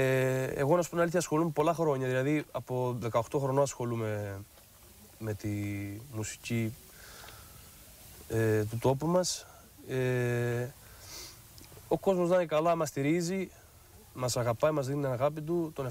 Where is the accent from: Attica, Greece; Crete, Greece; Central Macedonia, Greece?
Crete, Greece; Καταρχήν, Αναστασία μου, να σε καλωσορίσω στο χωριό μου.